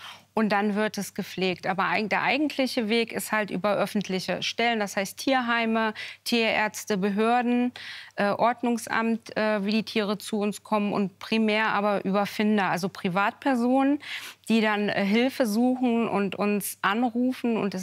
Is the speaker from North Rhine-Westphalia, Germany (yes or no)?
yes; Cologne, North Rhine-Westphalia, Germany; born or raised there